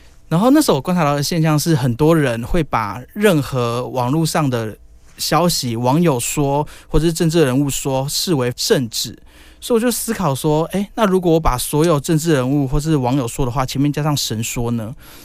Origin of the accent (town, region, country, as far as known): Taiwan